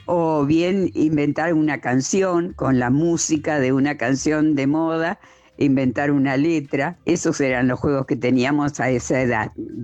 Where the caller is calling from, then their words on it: Rosario, Santa Fe, Argentina; de Rosario